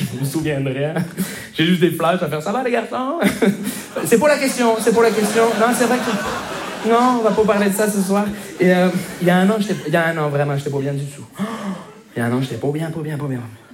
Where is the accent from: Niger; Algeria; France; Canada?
Canada; Montreal, Quebec; je viens de Montréal.